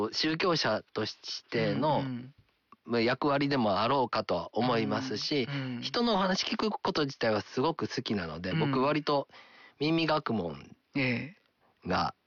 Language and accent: Japanese; Kansai, Japan; accent: Kansai dialect; あと僕、ね、関西弁がちょっときついので、